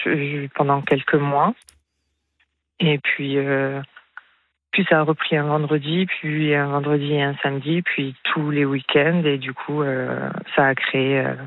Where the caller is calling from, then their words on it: Toulouse, Occitanie, France; accent: southwestern; je suis de Toulouse.